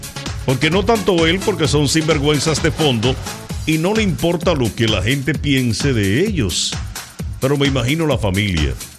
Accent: Dominican Republic; uno como dominicano

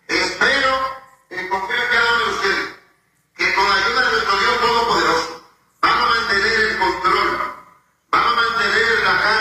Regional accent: Dominican Republic; somos hijos de la República Dominicana.

